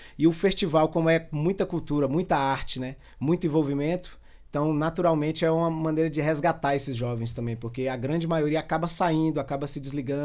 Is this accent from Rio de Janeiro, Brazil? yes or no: no; Brasília, Federal District, Brazil; Minha mãe saiu de lá para trabalhar em Brasília e eu cresci boa parte da minha infância aqui em Brasília, né? E aí eu retornei para lá